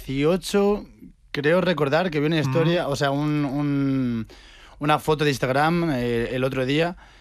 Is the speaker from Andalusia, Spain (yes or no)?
no; Toledo, Castilla-La Mancha, Spain; Yo soy de Toledo.